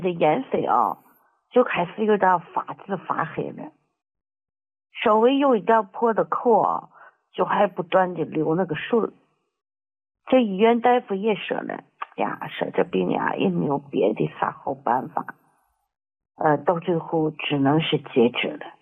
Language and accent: Chinese; Xianyang, Shaanxi, China; 你也是这给我留一个名额，我是咸阳的。